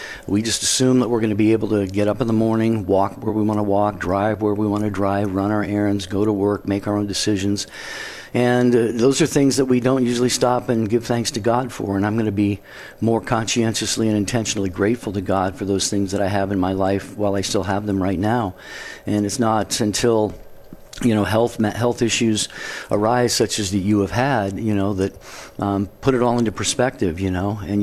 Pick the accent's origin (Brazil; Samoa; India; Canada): Samoa; now in Texas, United States; raised in a Catholic church in Samoa, and I'm listening from Texas.